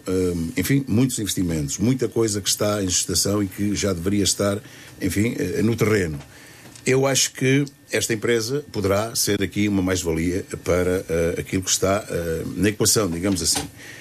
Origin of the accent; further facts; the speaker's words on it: Guarda, Centro, Portugal; born there; moved away; also born or lived in Paredes; está em causa o desenvolvimento da Guarda e tudo aquilo que eu puder fazer pelo desenvolvimento da minha terra